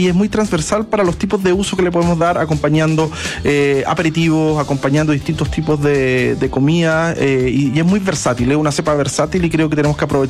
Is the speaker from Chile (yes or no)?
yes; Chile; nosotros como chilenos tenemos que ser y sentirnos parte también de esta industria.